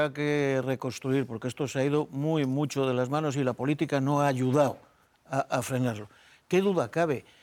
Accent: Palencia, Castile and León, Spain; yo soy de Palencia y me pilla lejos

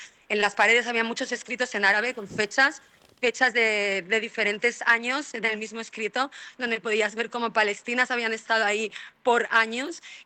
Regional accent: Spain

